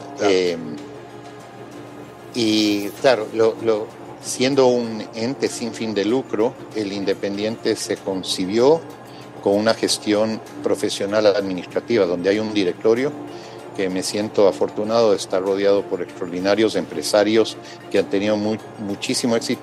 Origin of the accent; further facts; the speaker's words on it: Ecuador; como independiente y como ecuatoriano, como amante del fútbol